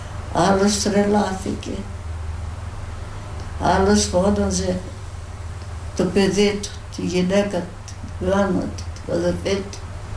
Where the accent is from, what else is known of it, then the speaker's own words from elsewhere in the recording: Greece; Εγώ είμαι από την Ελλάδα